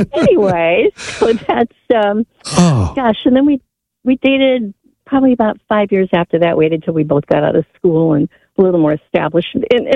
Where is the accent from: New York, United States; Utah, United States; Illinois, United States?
Illinois, United States; he's from outstate Missouri, so he's a Cardinals fan, and I'm from Northern Illinois.